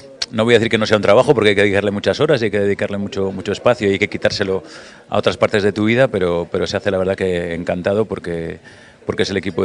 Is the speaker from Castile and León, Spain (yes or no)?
yes; Valladolid, Castile and León, Spain; yo soy vallisoletano